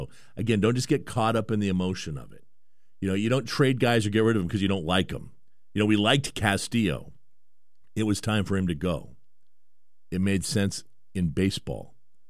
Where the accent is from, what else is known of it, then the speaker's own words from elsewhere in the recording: Bellingham, Washington, United States; back when I was a kid here in town, I grew up in Bellingham